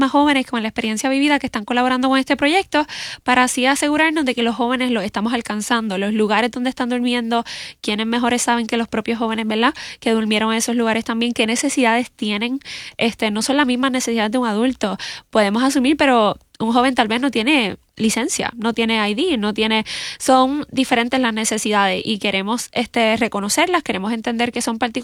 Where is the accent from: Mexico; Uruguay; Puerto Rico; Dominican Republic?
Puerto Rico; Naguabo; Yo soy de Naguabo.